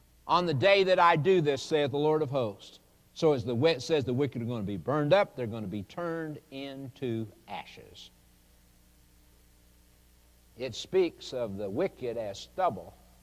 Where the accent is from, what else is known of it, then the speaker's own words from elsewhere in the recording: Oklahoma, United States; I grew up in Oklahoma.